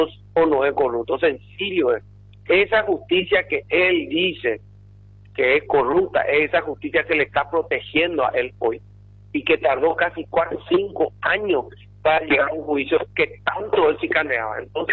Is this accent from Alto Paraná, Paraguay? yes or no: yes; Ciudad del Este, Alto Paraná, Paraguay; Nosotros somos paraguayos, somos esteños de bien, no podemos estar peleándonos por política. Somos colorados, yo soy colorado, soy orgulloso de ser un joven colorado